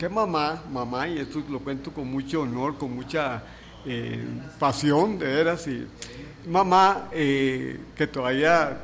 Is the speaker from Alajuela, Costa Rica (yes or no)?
no; Santo Domingo, Heredia, Costa Rica; now in San Francisco de Heredia, Costa Rica; Yo soy oriundo de Santo Domingo, Heredia, y ahora vivimos en San Francisco de Heredia.